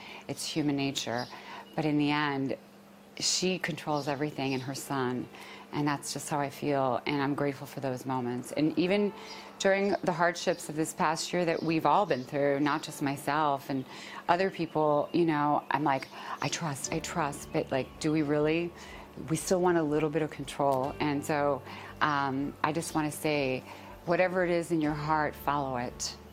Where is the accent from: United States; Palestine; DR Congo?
United States; moved away as an adult; now in Medjugorje, Bosnia and Herzegovina; I'm an American who lives in Medjugorje.